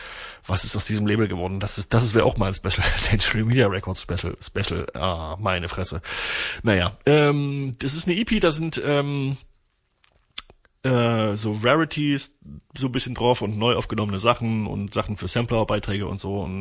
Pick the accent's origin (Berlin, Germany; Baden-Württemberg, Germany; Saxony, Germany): Saxony, Germany; Torgau; born or raised there